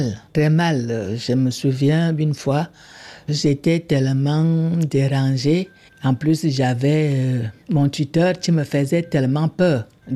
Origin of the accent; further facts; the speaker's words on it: Cameroon; moved away; Je viens du Cameroun.